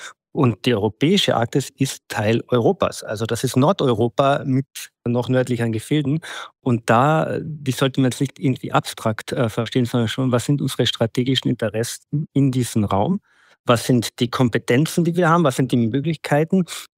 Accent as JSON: {"language": "German", "country": "Austria", "tie": "born there", "said": "Da fragen Sie wahrscheinlich als gebürtigen Österreicher den Falschen."}